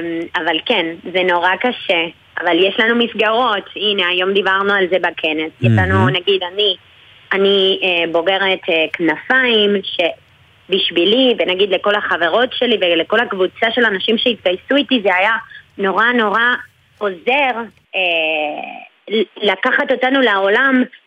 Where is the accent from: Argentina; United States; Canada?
Argentina; Hebrew is a second language; moved away as an adult; now in Israel; עליתי מארגנטינה ב-2022, סוף 2022